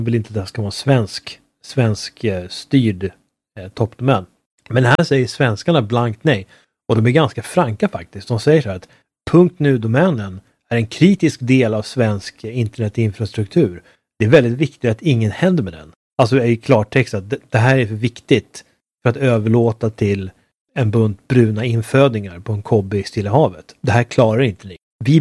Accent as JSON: {"language": "Swedish", "country": "Sweden", "said": "Men det kan inte jag säga. Jag är svensk."}